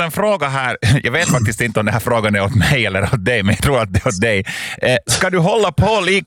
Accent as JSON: {"language": "Swedish", "region": "Uusimaa", "country": "Finland", "said": "jag är från Östra Nyland"}